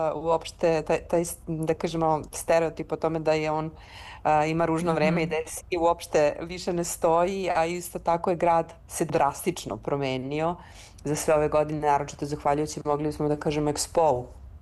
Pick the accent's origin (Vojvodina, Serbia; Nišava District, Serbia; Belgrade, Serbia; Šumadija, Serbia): Belgrade, Serbia; ja sam rođena na Vračaru, moj tata je rođen na Vračaru, ja sam tu negde provela svoje detinjstvo, išla sam u gimnaziju na Zelenom vencu